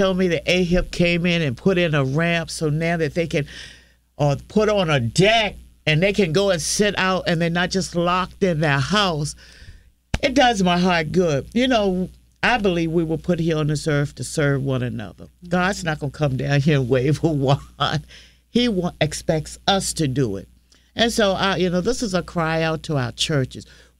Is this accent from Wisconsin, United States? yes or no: no; Esmont, Virginia, United States; Originally, I'm from Esmont, but I also live in the Fifield neighborhood.